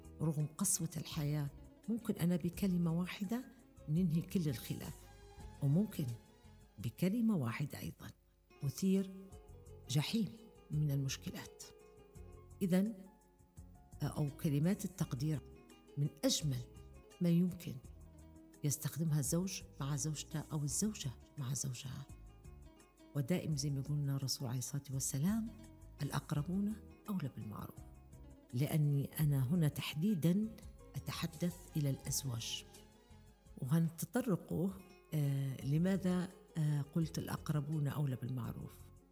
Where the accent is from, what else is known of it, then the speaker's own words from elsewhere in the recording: Libya; يمكن أن نحن كمجتمع ليبي خاصة يعني أن نغير بعض التصرفات